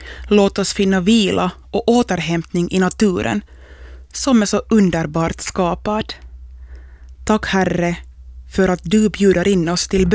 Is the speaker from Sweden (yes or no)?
no; Järvenpää, Uusimaa, Finland; från Träskända och du lyssnar till Andrum i Ylevega.